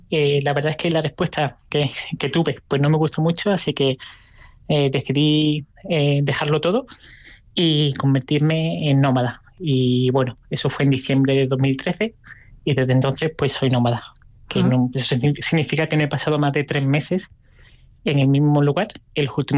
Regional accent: Málaga, Andalusia, Spain; moved away as an adult; also born or lived in United States; soy originalmente de Málaga y me fui de Málaga hace bastante tiempo, con 20 años, estuve viviendo en diferentes lugares y viví 5 años en Estados Unidos

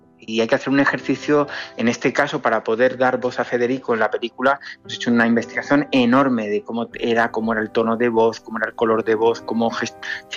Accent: Andalusia, Spain; Yo también soy andaluz, pero no tengo acento hablando.

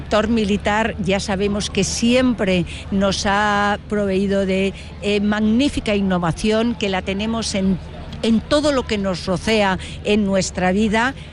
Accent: Spain; porque además de españoles, somos europeos, somos iberoamericanos.

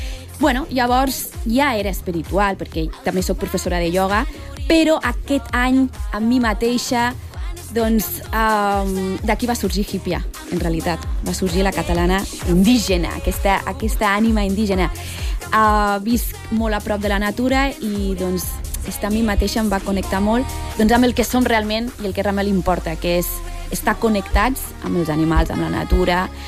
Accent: Catalonia, Spain; el meu cor és català, doncs perquè sóc catalana i jo també somio en català

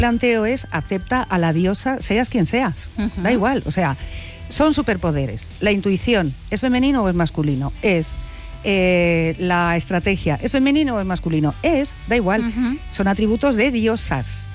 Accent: Madrid, Community of Madrid, Spain; Soy de Madrid.

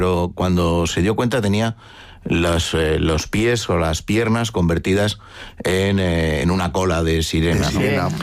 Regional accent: Cantabria, Spain; Siendo cántabros, ¿no?

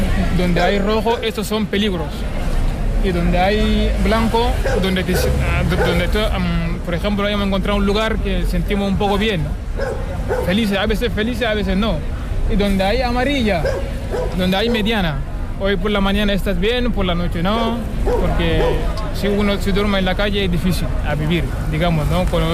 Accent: N'Djamena, Chad; Yo soy de Chad, yo nací en Capital, se llama N'Djamena, pero desde pequeño fui a vivir con mi abuelo

